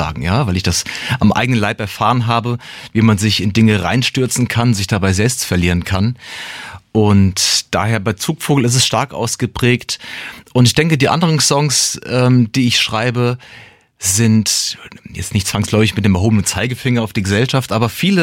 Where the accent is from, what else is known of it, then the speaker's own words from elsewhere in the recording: Frankfurt, Hesse, Germany; Ich bin ein Frankfurter Bub im Herzen, bin dort geboren, lange Zeit in dem Bereich aufgewachsen